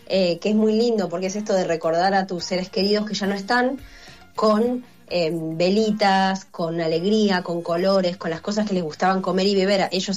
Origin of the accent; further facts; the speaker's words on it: Argentina; somos argentinos